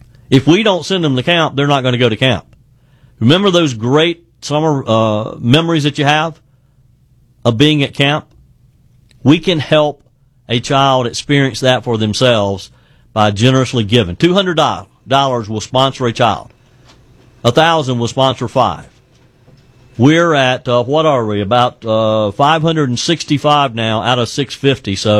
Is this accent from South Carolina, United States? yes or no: yes; South Carolina, United States; I got to believe that this is probably, the timing of this is going to affect what's happening in my home state of South Carolina today.